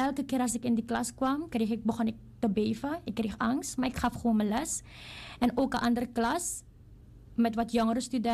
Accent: The Hague, South Holland, Netherlands; Ik ben van Den Haag, Scheveningen.

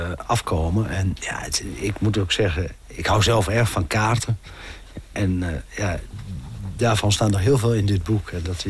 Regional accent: Groningen, Netherlands

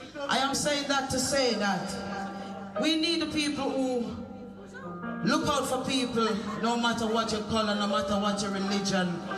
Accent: Jamaica; I'm from Jamaica.

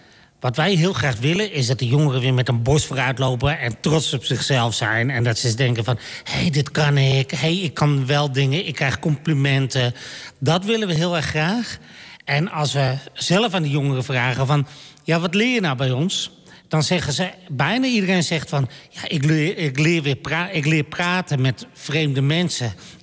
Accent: Lelystad, Flevoland, Netherlands; En ik ben geboren en getogen hier in Lelystad.

